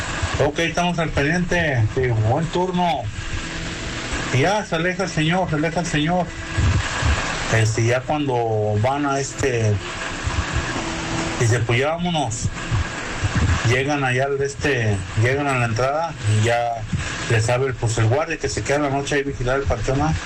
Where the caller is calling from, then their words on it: Guadalajara, Jalisco, Mexico; Desde Guadalajara, Jalisco